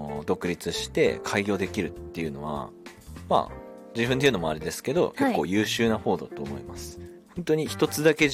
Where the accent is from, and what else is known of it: Otaru, Hokkaido, Japan